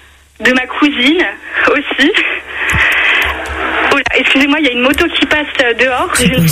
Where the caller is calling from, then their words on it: northern France, France; Moi, je suis dans le nord